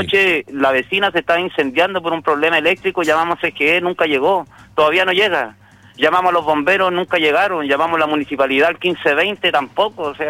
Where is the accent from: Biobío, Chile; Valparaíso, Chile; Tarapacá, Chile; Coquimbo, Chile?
Tarapacá, Chile; Iquique; lo que pasa es que acá en el sector de Avenida Aeropuerto, para los que somos iquiqueños